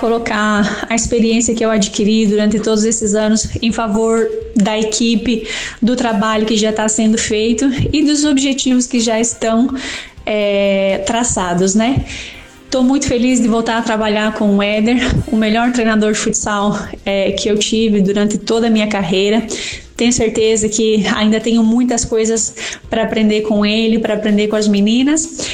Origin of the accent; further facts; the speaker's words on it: Chapecó, Santa Catarina, Brazil; estou muito feliz com essa volta para Chapecó, com a volta para minha terra